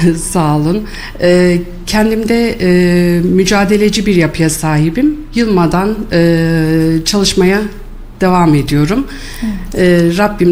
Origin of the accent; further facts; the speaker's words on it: Kayseri, Turkey; also born or lived in Antalya; Kayseri doğumluyum. Evliyim, iki çocuk annesiyim. İlk öğretimimi Kayseri'de, orta öğretim ve lise hayatımı Antalya'da tamamlamış bulunmaktayım.